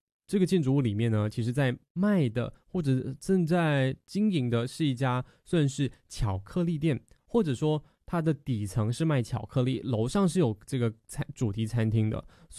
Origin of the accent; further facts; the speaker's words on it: Malaysia; 审计新村啊，它其实算是一个对于我们马来西亚人来说，新村是我们华人居住的一个地方，在二战时期